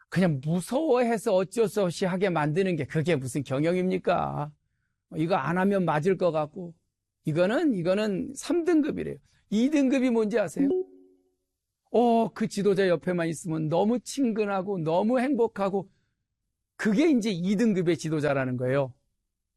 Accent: Chungcheong, South Korea; 제가 충청도 출신인데

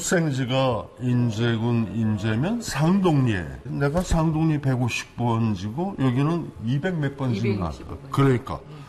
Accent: Seoul, South Korea; 서울에 나서 자란 그 고향하고는

